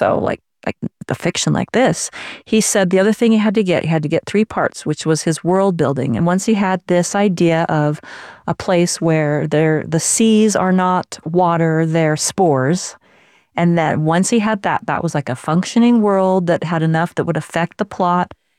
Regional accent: Utah, United States; They wanted to know if I knew him because I'm from Utah. I'm from where Brandon Sanderson is from.

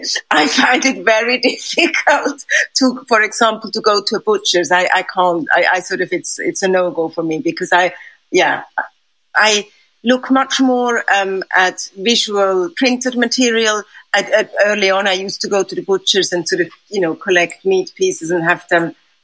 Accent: Switzerland; moved away as an adult; now in London, United Kingdom; I grew up in Switzerland, but I've lived in London for the last almost 3 decades

